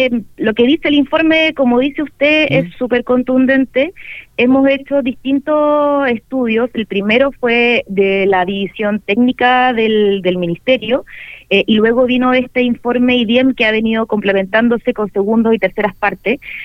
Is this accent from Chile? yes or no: yes; Valparaíso, Chile; Yo soy porteña, así que de Chile escucho la Carnaval.